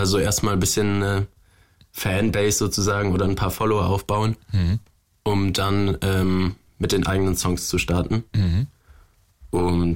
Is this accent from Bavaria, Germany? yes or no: yes; Bavaria, Germany; born there